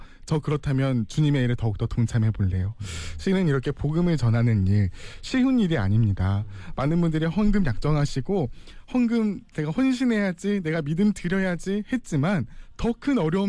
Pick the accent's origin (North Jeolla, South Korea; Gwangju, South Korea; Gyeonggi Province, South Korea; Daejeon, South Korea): Gwangju, South Korea; now in Busan, South Korea; 저도 고향은 광주인데